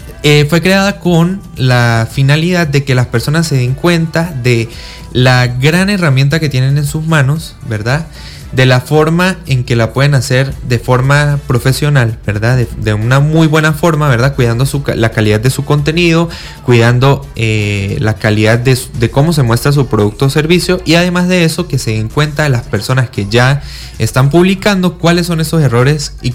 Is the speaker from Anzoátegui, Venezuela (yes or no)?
no; Capacho, Táchira, Venezuela